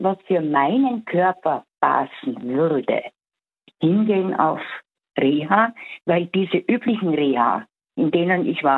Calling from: Styria, Austria; Ja, grüß Gott. Ich bin aus der Steiermark.

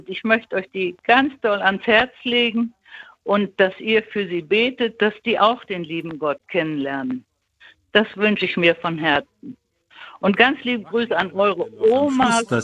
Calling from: Bavaria, Germany; Ich rufe aus Bayern an, aus Deutschland.

